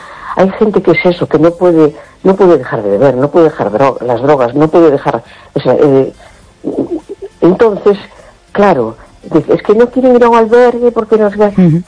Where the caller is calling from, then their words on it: A Coruña, Galicia, Spain; de La Coruña.